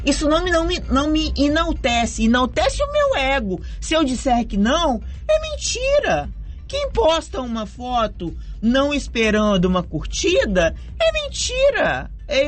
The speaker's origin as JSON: {"language": "Portuguese", "region": "Minas Gerais", "country": "Brazil", "moved": "yes", "said": "Sou mineira."}